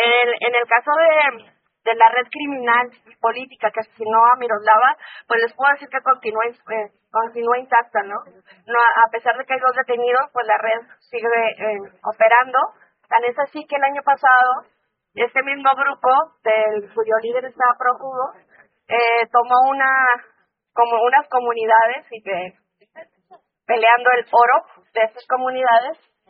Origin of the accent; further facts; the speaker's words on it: Chihuahua, Mexico; vengo del estado de Chihuahua.